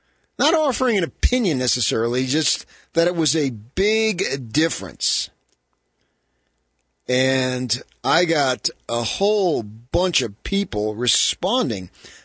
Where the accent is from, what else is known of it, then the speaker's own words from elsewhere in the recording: New Jersey, United States; Born and raised in New Jersey, I was a devout Utah football fan.